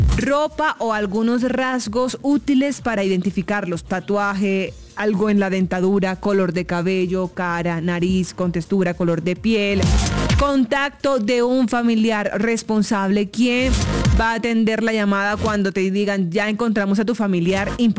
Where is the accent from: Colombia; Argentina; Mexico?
Colombia; Y como colombianos, aquí estamos.